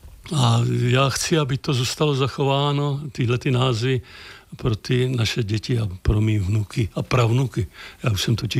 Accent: Vysokov, Hradec Králové Region, Czechia; Jednak jsem tady chodil do školy v Náchodě. Žiju tady teďka. Narodil jsem se ve Vysokově, což spadalo pod Náchod.

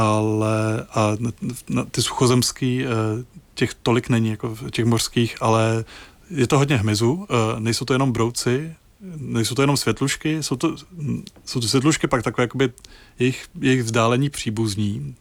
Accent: Prague, Czechia; kde bych ty světlušky mohl studovat, ideálně v Praze, odkud pocházím

